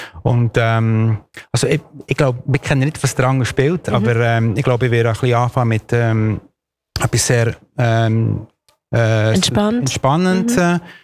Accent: Chiasso, Ticino, Switzerland; German is a second language; So, ich bin Schottländer, ich bin Italiener, ich komme von, aber ich bin auch ein Designer und dann, wenn man mehr... geht, dann bin ich wirklich von Chiasso.

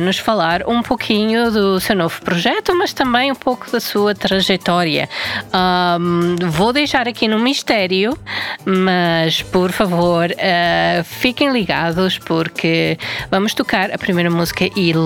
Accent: Portugal; accent: Portuguese; atrás do microfone, o vosso sotaque português

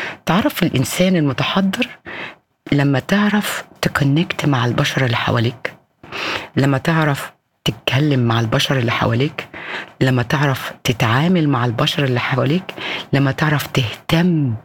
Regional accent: Cairo, Cairo Governorate, Egypt; moved away; عندنا في القاهرة

